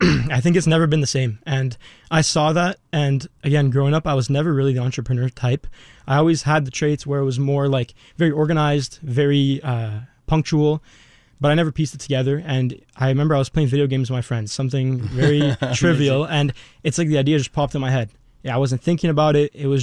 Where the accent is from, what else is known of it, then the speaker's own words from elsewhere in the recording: Montreal, Quebec, Canada; I was born here in Canada, in Montreal